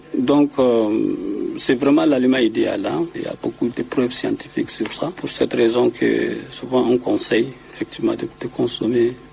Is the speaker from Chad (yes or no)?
yes; Chad; now in Angola; chez nous, elle est naturelle